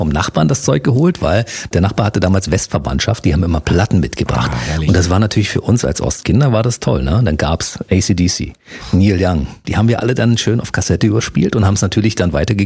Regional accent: Berlin, Germany; born or raised there

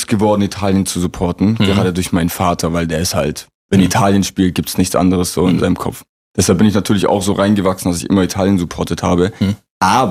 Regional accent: Leonberg, Baden-Württemberg, Germany; born there; Leonberg.

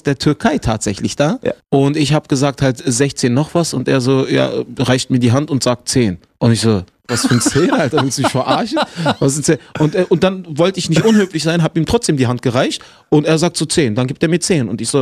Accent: Berlin, Germany; Geboren, aufgewachsen in Berlin.

